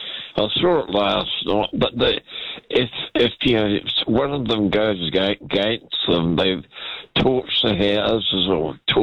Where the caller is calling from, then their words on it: Christchurch, Canterbury, New Zealand; it's cold down here in Christchurch.